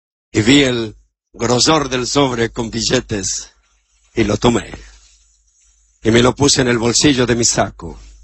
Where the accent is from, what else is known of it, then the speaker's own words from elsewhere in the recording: Chile; Yo estaba en mi país, en la comuna de Maipú